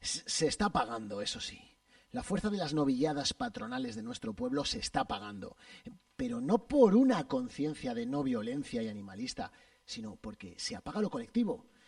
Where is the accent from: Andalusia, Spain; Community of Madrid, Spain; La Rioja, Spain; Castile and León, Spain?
La Rioja, Spain; Arnedo